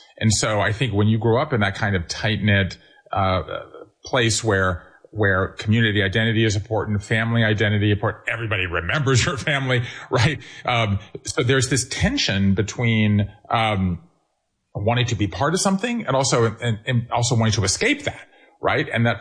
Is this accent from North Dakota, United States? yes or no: no; Savannah, Georgia, United States; Five generations of Georgians. And I think, you know, in a lot of ways, I think that experience of growing up in Savannah in the 60s and 70s and early 80s really shaped me